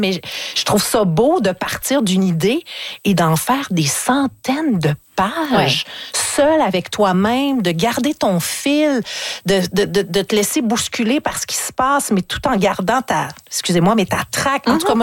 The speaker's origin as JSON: {"language": "French", "town": "Quebec City", "region": "Quebec", "country": "Canada", "said": "Oui, moi, je viens de la ville de Québec, Charlebourg."}